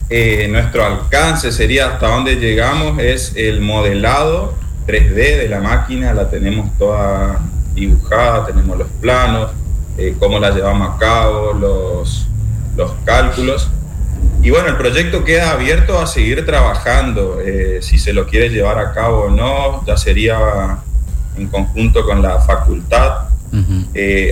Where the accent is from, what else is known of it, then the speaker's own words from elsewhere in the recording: Santa Lucía, Corrientes, Argentina; now in Resistencia, Argentina; Yo soy oriundo de Corrientes, Santa Lucía, pero bueno, estoy viviendo acá hace 10 años en Resistencia Chaco.